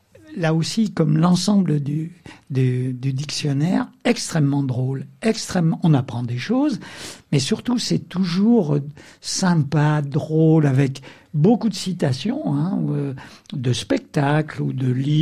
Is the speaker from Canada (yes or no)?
no; Saint-Étienne, Auvergne-Rhône-Alpes, France; accent: Stéphanois